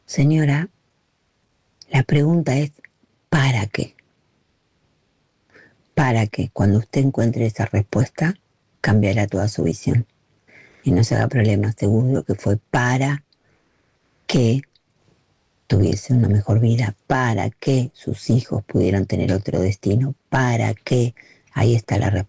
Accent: Verónica, Buenos Aires Province, Argentina; now in Barcelona, Spain; yo me crié en un pueblo en Verónica, partido de Punta Indio actualmente

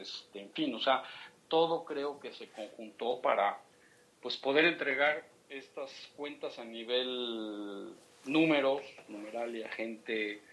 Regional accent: Mexico; lo que como país, como mexicanos, como iniciativa privada, junto con la mano del gobierno y las instancias, se puede hacer

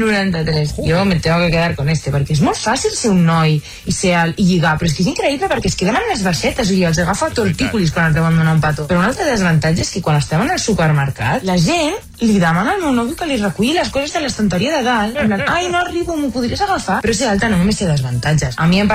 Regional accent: Barcelona, Catalonia, Spain; soc de Barcelona, i m'adeixo 1,83 m.

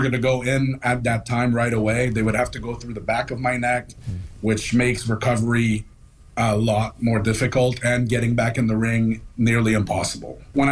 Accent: Canada; I'm like, no, I'm actually from completely different part of the country.

